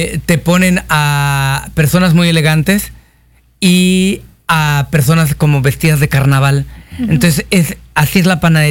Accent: Mexico; decimos somos mexicanos y llevamos la bandera y el nopal en el corazón

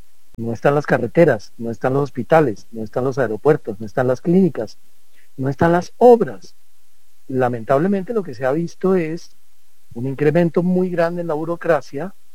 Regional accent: Colombia; somos todos los colombianos

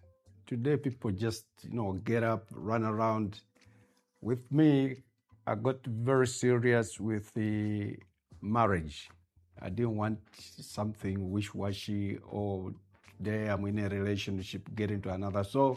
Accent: Petauke, Eastern Province, Zambia; also born or lived in Chipata / Copperbelt; now in Lusaka, Zambia; I grew up in Petauke, went to Chipata, came to the Copper Belt, and now I'm in Lusaka

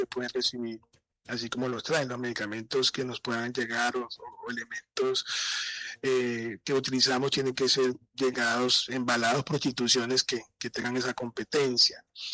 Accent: Buenaventura, Valle del Cauca, Colombia; Yo soy de Buenaventura, para que lo sepan, y me llegó una información de que habían pacientes con fracturas expuestas afuera del hospital Luisa Blanca de La Plata. Armamos un equipo de cirujanos también de Buenaventura

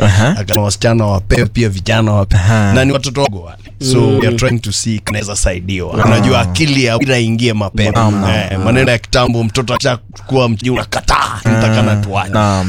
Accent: Sabatia, Vihiga County, Kenya; Mimi natoka Vihiga County. Sabatia.

